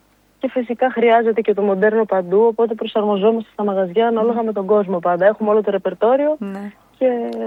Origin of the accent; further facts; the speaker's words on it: Kavala, Eastern Macedonia and Thrace, Greece; now in Athens, Greece; Βρίσκομαι στην Αθήνα σε την περίοδο, αν και η καταγωγή μου είναι από την Καβάλα.